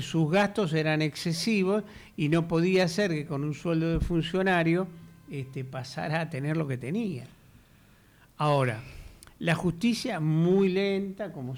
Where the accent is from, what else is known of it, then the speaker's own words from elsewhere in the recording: Argentina; soy argentino